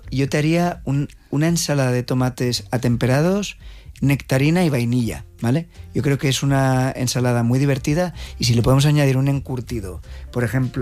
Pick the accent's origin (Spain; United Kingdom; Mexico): Spain; Porque somos españoles.